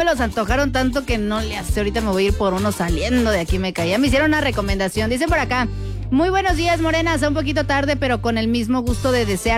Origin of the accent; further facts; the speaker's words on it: San Juan del Río, Querétaro, Mexico; Hasta mira nomás, mi mera tierra, mi tierra de las palomas, hasta San Juan del Río.